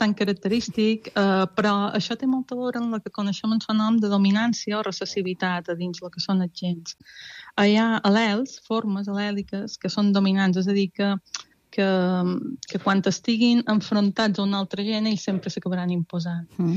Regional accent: Balearic Islands, Spain; jo veia gent i pensava, som mallorquins.

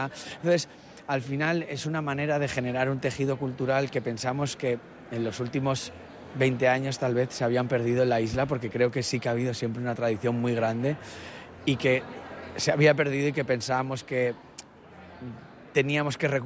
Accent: Madrid, Community of Madrid, Spain; Soy de Madrid.

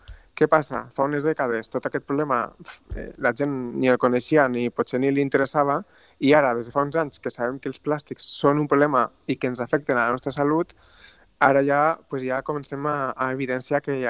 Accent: Tarragona, Catalonia, Spain; Bueno, jo sóc de Tarragona, eh? Però jo estic vivint al País Basc i per tant, em tocava el tema una mica com a personal, no?

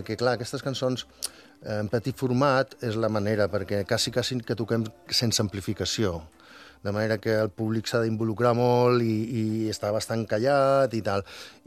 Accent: Girona, Catalonia, Spain; Jo soc de Girona, jo soc de Girona.

